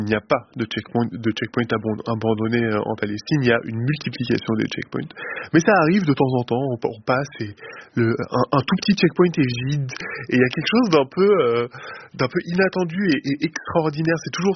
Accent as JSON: {"language": "French", "country": "France", "said": "sachant que je suis français, encore une fois, en tant que français, nous avons un accès obscène à la mobilité"}